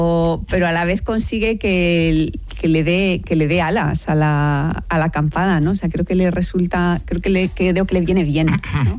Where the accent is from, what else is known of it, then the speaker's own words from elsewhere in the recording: Albacete, Castilla-La Mancha, Spain; Es que yo soy de Albacete, entonces una gran defensora